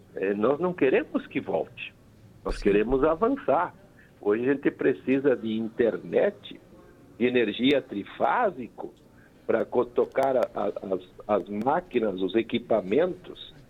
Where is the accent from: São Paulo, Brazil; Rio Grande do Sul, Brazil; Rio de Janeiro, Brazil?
Rio Grande do Sul, Brazil; Santa Cruz do Sul; onde eu nasci e me criei no interior de Santa Cruz do Sul, no Rio Grande do Sul